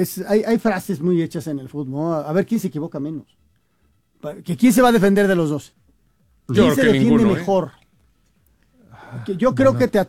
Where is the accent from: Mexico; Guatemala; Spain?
Mexico; Mi familia es de allá. Yo soy mexicano